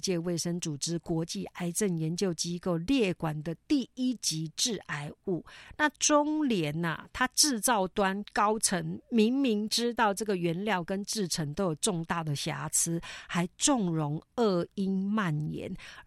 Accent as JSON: {"language": "Chinese", "country": "Taiwan"}